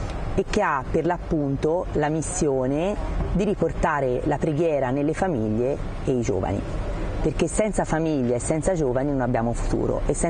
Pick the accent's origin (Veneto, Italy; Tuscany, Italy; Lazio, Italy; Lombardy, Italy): Tuscany, Italy; Siena; vengo da Siena